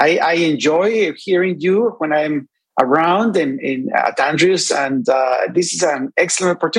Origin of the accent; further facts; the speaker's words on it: Mexico; English is a second language; now in United States; I am originally from Mexico. I have been teaching in the Monteburgos University in Mexico also for several years. I pastored in Mexico for many years.